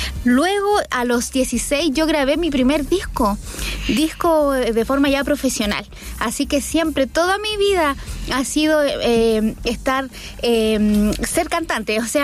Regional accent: Calama, Antofagasta, Chile; Ah, ya, mira, yo nací en Chuquicamata. Nací en Chuquicamata. Luego, toda mi vida me crié en la ciudad de Calama. Yo soy calameña.

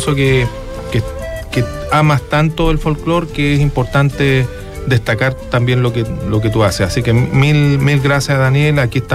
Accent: Iquique, Tarapacá, Chile; born there; Por ejemplo, yo nací en Iquique.

